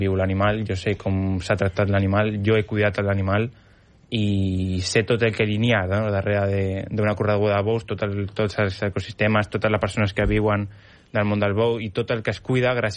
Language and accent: Catalan; Catalonia, Spain; Jo sempre, com saben, no?, que soc català, perquè la veu s'escolta